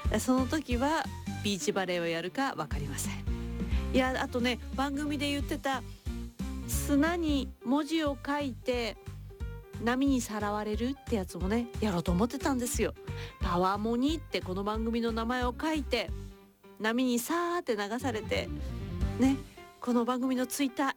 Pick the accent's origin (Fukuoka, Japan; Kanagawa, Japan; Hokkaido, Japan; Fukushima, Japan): Kanagawa, Japan; 私も神奈川県民で